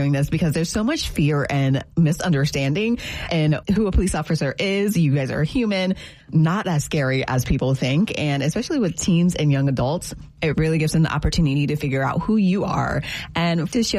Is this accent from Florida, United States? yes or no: yes; Broward County, Florida, United States; growing up in Broward County back in the day, there were a few officers that were really connected to the community.